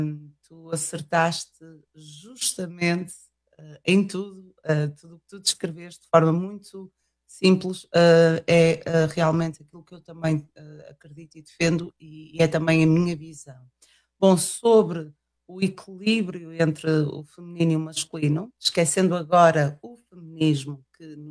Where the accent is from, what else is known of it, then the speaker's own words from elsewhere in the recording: Portugal; now in Switzerland; Eu sou portuguesa, mas não vivo em Portugal. Vivo na Suíça há já quase 30 anos.